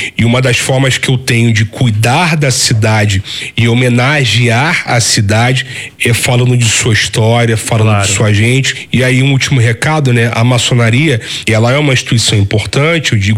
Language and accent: Portuguese; Rio de Janeiro, Brazil; also born or lived in Petrópolis; Todo carioca, ele passa por isso. Eu já saí do Rio de Janeiro, morei em Petrópolis durante 2 anos.